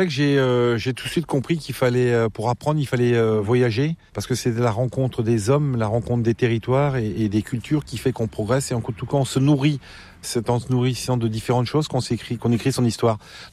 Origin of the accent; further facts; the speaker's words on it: Plomodiern, Brittany, France; on est dans le Finistère, on est dans la pointe Finistère, exactement à l'entrée de la presqu'île de Crozon, dans mon village natal qui s'appelle Plomedierne.